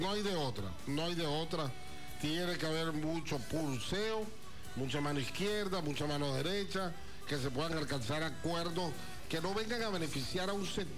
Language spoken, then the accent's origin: Spanish; Venezuela; todos somos venezolanos.